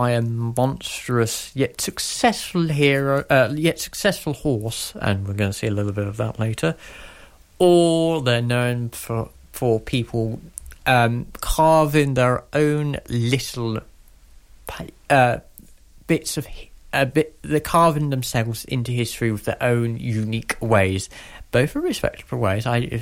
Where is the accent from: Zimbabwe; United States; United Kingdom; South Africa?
United Kingdom; You can tell I'm British